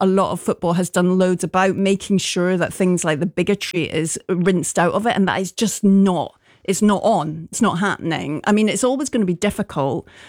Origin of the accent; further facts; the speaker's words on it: Glasgow, Scotland, United Kingdom; But yeah, growing up in Glasgow, it was really, it's still really serious.